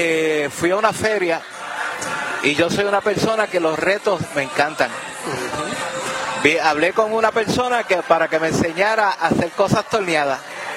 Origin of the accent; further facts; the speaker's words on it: Añasco, Puerto Rico; Yo soy natural de aquí, de Añasco.